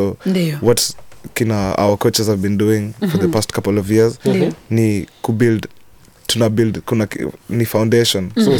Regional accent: Kenya; tukiulizo wewe ni wewe umetoka wapi unasema Kenya

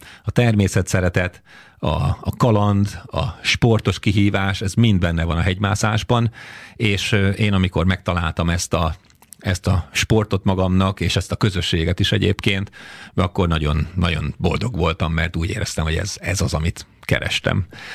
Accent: Békéscsaba, Békés, Hungary; Igen, kifejezetten nagyon is sík volt a szülő otthonom, illetve hát ugye Békéscsabán születtem, úgyhogy a táj, amit az első éveim során megismertem, ott sok dombot nem láttam, legfeljebb a körösöknek a körgátját.

